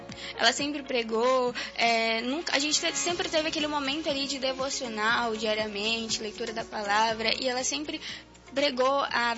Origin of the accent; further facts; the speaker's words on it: Manaus, Amazonas, Brazil; Eu sou da região de Nova Floresta.